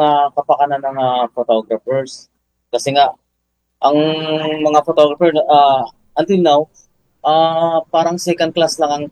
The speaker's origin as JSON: {"language": "Tagalog", "region": "Mindanao", "country": "Philippines", "tie": "born or raised there", "moved": "yes", "said": "kasi lumaki ako sa probinsya, ni sa hinagap ko hindi ko alam tong profession na to until na napunta ako dito. By the way, I'm from Mindanao."}